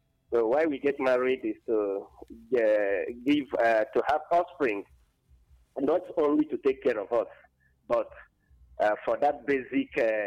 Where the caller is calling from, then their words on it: Ebonyi, Nigeria; I'm calling in from Akes Ebonyi State.